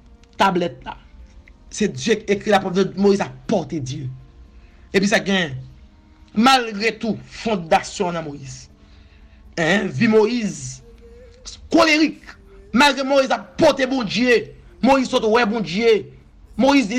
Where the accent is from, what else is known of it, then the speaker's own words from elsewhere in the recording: Haiti; Pas de problème, je suis haïtienne, vous commentez, non.